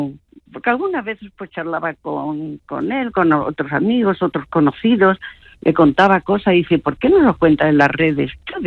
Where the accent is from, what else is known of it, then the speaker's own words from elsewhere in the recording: Andalusia, Spain; Yo soy andaluza, para empezar, pero contentísima de escucharos.